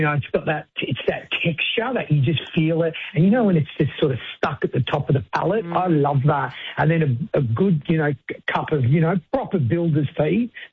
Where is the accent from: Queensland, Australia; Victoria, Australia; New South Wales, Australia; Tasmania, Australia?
Victoria, Australia; Melbourne; born there; moved away; absolutely honoured to be back in my city, my birth city.